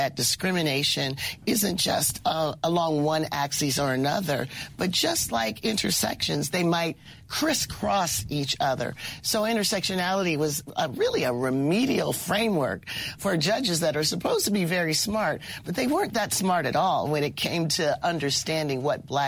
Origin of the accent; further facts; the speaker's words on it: Canton, Ohio, United States; born or raised there